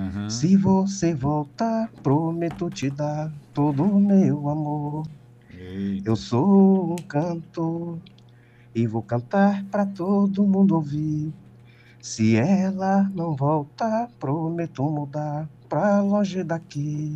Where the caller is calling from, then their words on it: Brazil; eu sou aqui do Caboatã